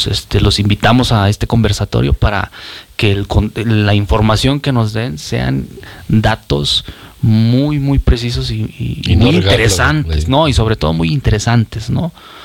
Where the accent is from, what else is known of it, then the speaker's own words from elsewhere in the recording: Iguala, Guerrero, Mexico; moved away as an adult; now in Zacatecas, Mexico; Soy originario de Iguala, Guerrero, pero ya 10 años, los mismos 10 años que tenemos ya de oficio, de artista, pues son los mismos que tengo viviendo acá.